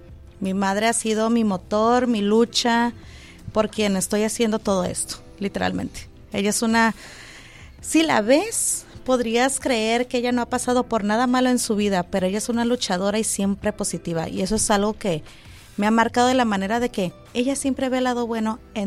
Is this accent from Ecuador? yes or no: no; Tijuana, Baja California, Mexico; Tijuana, de hecho.